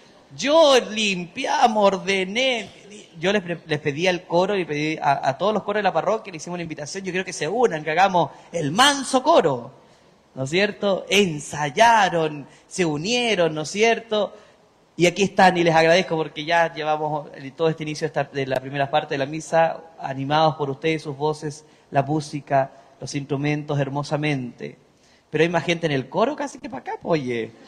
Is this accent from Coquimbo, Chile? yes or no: yes; Andacollo, Coquimbo, Chile; yo soy de Andacollo, tierra mariana.